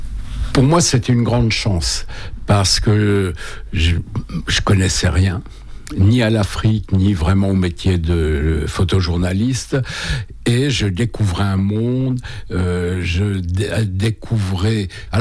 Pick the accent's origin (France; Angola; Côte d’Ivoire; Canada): France; pour nous, pour moi en tant que Français, on n'arrive pas à avoir de visa